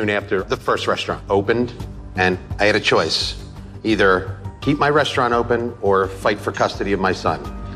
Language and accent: English; Philadelphia, Pennsylvania, United States; moved away as an adult; also born or lived in Birmingham, Alabama; Now I'm back in my hometown of Philadelphia with my young son.